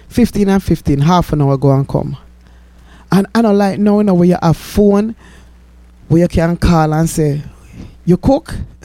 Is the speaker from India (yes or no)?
no; Jamaica; growing up in Jamaica